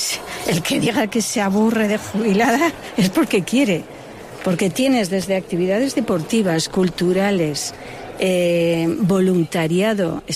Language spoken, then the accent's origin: Spanish; Abaurrea Baja, Navarre, Spain; en 10 minuticos o menos estoy en mi pueblo, en Abaurrea Baja, sí.